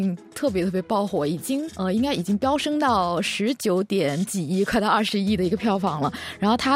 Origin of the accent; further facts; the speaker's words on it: Guangdong, China; 我觉得我最开始作为一个潮汕人，其实到广东或者其他地方的时候，很多人会问我一个问题，就是你是潮汕人还是潮州人啊？